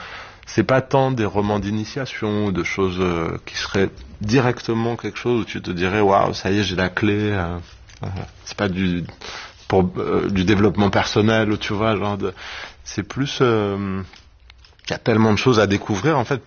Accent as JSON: {"language": "French", "town": "Ivry-sur-Seine", "region": "Île-de-France", "country": "France", "tie": "born or raised there", "said": "quand j'étais donc lycéen aux ateliers théâtre d'Ivry-sur-Seine, là où j'ai grandi"}